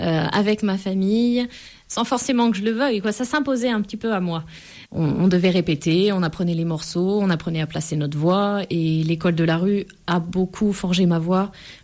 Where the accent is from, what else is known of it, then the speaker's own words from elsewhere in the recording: Pontoise, Île-de-France, France; born there; now in Ardèche, France; Effectivement, je suis née en région parisienne. Je suis née à Pontoise, précisément.